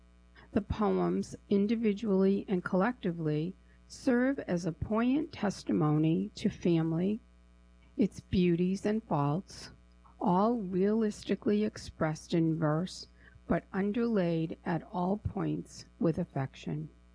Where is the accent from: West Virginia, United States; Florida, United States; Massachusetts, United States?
Massachusetts, United States; Chicopee; I grew up in Chicopee, and I still live 8 miles away.